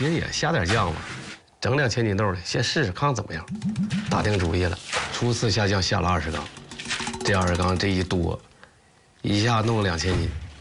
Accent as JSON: {"language": "Chinese", "region": "Northeast China", "country": "China", "said": "咱们东北人"}